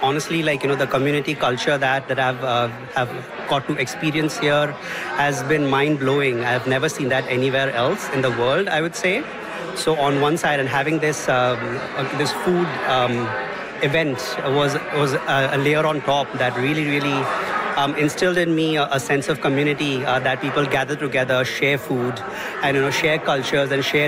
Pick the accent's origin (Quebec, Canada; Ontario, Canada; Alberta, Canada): Ontario, Canada; Toronto; now in Iqaluit, Canada; I'm from Toronto originally, and I'm here for census work.